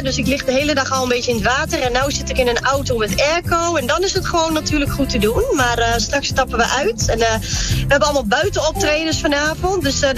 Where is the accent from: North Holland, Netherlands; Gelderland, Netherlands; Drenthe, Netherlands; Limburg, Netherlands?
Drenthe, Netherlands; Assen; moved away; Ik kom natuurlijk ook oorspronkelijk uit Assen. Ik ben er geboren en opgegroeid. Al woon ik er nu al jaren niet meer.